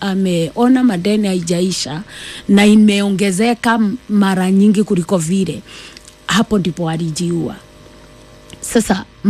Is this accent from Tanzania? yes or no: no; Mwea, Kirinyaga County, Kenya; born there; kwetu ni Mwea, Kirinyaga, na huwa tunalima mchere.